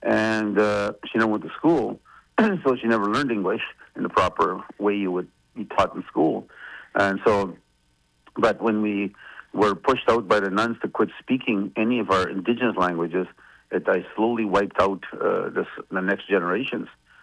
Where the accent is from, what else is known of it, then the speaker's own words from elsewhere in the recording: Duck Bay, Manitoba, Canada; I speak Soto, and that's what we grew up in Duck Bay on. We used to have Michif. We had Michif that moved in, and it was spoken by so many in our village